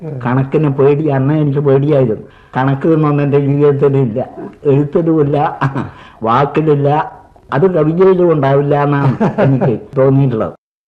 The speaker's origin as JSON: {"language": "Malayalam", "town": "Kanhangad", "region": "Kerala", "country": "India", "tie": "born or raised there", "said": "ഞാൻ ജനിച്ച കാഞ്ഞങ്ങാട്ട് വെള്ളിക്കോത്ത് സ്കൂള് 5 വരെ പഠിച്ചു."}